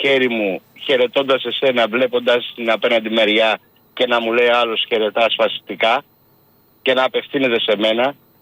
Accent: Greece; Είμαι εθνικός γιατί είμαι Έλληνας. Έχω εθνική ταυτότητα. Έχω διαβατήριο ελληνικό. Δεν έχω αμερικάνικο

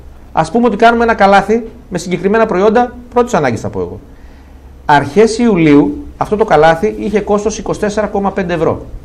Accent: Greece; εγώ που είμαι Έλληνας, με τον αντίστοιχο Δαμιανίδη που είναι Σκοπιανός για παράδειγμα

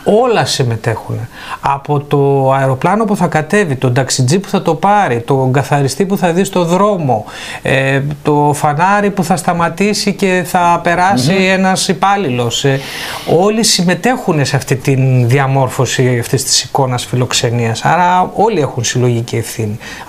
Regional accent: Greece

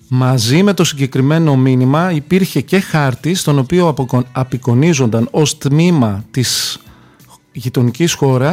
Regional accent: Thessaloniki, Central Macedonia, Greece; ως Θεσσαλονικιός

